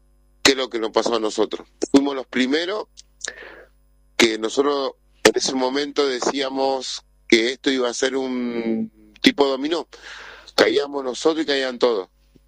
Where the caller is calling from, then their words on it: Argentina; nosotros como argentinos